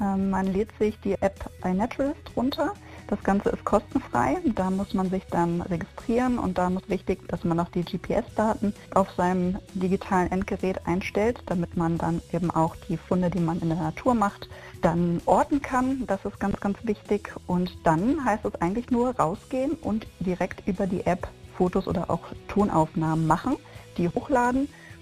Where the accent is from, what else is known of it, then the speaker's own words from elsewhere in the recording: Schleswig-Holstein, Germany; moved away as an adult; now in Koblenz, Germany; ich bin gebürtige Schleswig-Holsteinerin